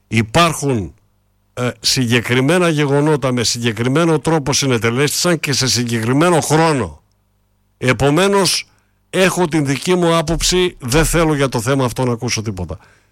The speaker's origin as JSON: {"language": "Greek", "region": "Istanbul", "country": "Turkey", "moved": "yes", "lives_now": "Greece", "said": "Εγώ είμαι από την Κωνσταντινούπολη, κύριε μου."}